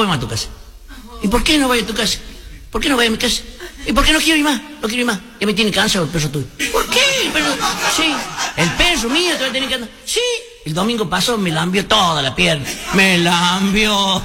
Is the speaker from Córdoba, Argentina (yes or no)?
yes; Córdoba, Argentina; accent: Cordobese tonada; Que nadie se da cuenta por la tonada que tengo. Nadie se da cuenta que soy de Córdoba.